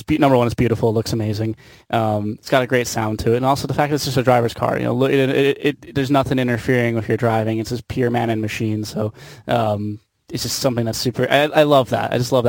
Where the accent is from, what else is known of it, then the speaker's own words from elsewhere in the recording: Winnetka, Illinois, United States; I'm from Winnetka, Illinois, and my family, we started in the car business.